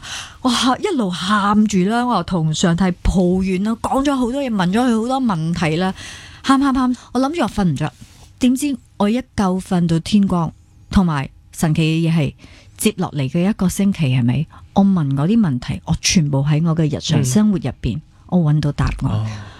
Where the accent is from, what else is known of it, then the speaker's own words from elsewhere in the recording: Penang, Malaysia; 因为我自己就是来自那个地方的嘛，那这首歌好玩的地方呢，就是我们将槟城的这个